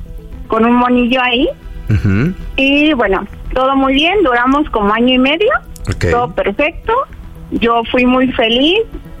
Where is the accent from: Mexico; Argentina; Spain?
Mexico; Tlalpan, Mexico City